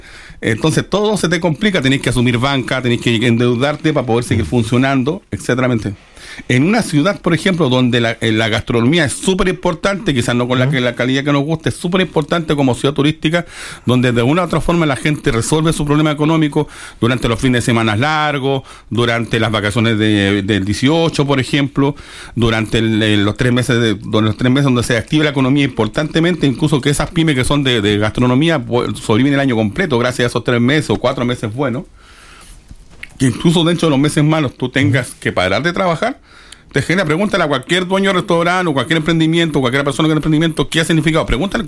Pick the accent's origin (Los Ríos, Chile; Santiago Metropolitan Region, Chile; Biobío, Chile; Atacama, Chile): Biobío, Chile; Concepción; Yo soy de Concepción